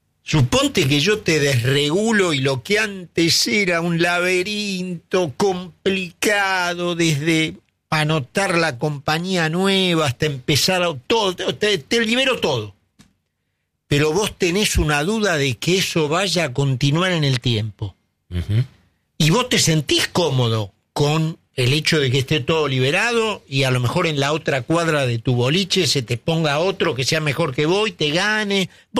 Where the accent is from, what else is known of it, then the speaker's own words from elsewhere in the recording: Argentina; nosotros somos argentinos.